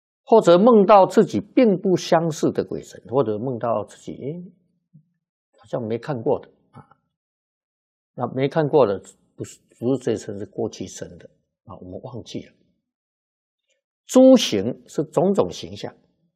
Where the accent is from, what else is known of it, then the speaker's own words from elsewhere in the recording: Wudu, Keelung, Taiwan; 因为我小时候在那个戏子要我们以前住五堵那么要我母亲初二回娘家那个时候还没有桥我那个三舅那个时候也在摆渡所以要坐那个渡船。